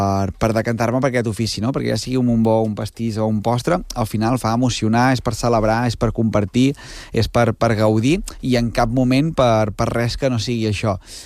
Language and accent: Catalan; Santa Eulàlia de Riuprimer, Catalonia, Spain; Jo soc de l'altra banda d'Osona, soc de Santa Eulàlia, Riu Primer